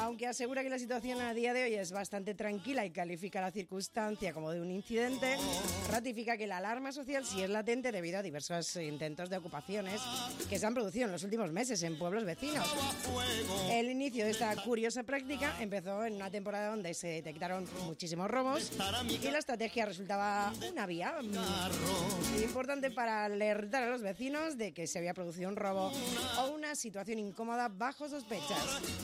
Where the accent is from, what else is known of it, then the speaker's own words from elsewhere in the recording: Huesca, Aragon, Spain; ha pasado aquí en mi tierra